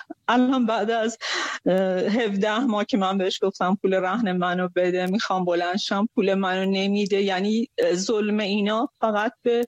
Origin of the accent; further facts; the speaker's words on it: Khuzestan, Iran; با این حال که خودم خوزستانیم، خیلی از فامیلام تو خوزستانن